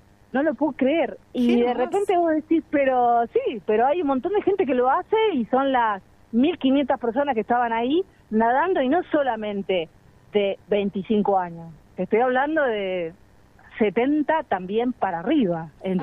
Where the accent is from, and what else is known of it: Mar del Plata, Buenos Aires Province, Argentina; now in Patagonia, Argentina